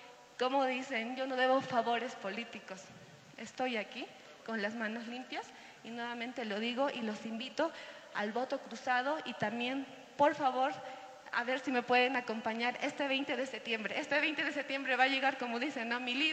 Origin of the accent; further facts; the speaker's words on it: Yunguyo, Puno, Peru; ¿Que de dónde soy? Soy de Yunguyo.